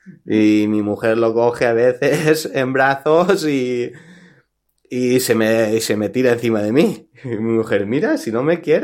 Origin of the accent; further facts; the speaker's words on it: Alicante, Valencian Community, Spain; now in Vilanova i la Geltrú, Spain; ella trabaja aquí, en Vilanova y la Geltrú, nosotros somos de Alicante, y bueno, dio a luz allí.